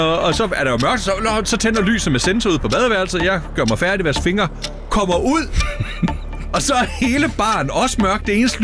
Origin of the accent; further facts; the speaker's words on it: Lemvig, Central Denmark Region, Denmark; Det var på det, der hed Gammelhavn i Lemvig, hvor jeg kommer fra